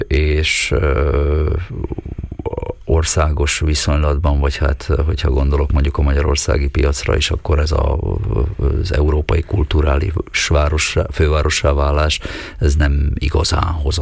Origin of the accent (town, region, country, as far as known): Slovakia